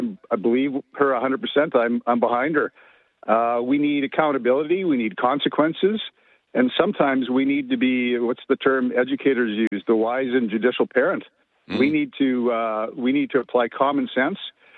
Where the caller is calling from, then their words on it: Kenora, Ontario, Canada; I worked the streets of Kenora for 38 years. I'm calling from Kenora, Ontario.